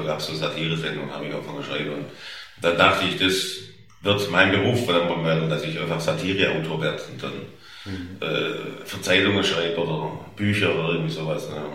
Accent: Stuttgart, Baden-Württemberg, Germany; accent: Swabian

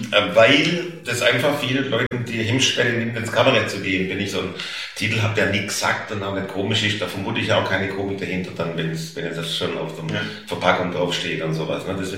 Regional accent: Stuttgart, Baden-Württemberg, Germany; accent: Swabian

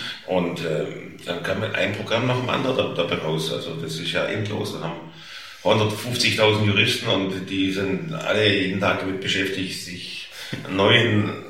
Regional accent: Stuttgart, Baden-Württemberg, Germany; accent: Swabian

